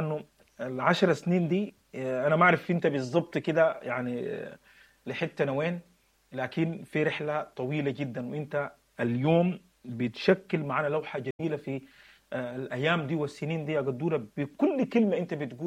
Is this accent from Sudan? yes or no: yes; Sudan